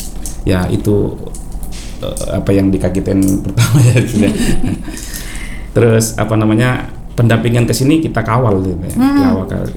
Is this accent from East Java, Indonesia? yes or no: yes; Madura, East Java, Indonesia; now in Lebak, Indonesia; saya orang Madura